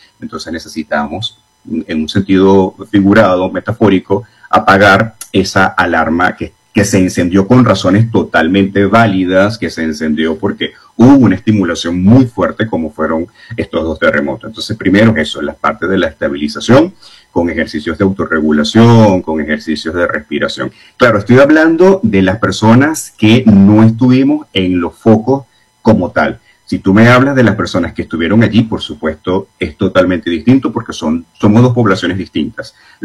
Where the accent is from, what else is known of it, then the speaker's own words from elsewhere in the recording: Venezuela; soy venezolano